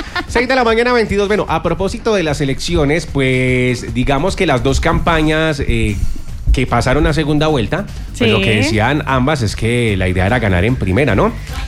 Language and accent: Spanish; Colombia; que al menos haya algo que nos una como colombianos, y es el fútbol y es nuestra selección.